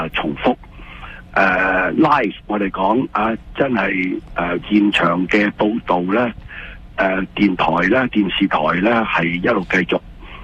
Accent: Canada; 可以講喺特朗普對我哋加拿大人嘅關税嗰個嘅襲擊

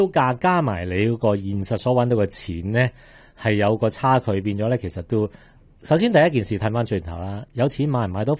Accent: Canada; 我哋加拿大人嘅年薪喺数字上边嚟讲咧

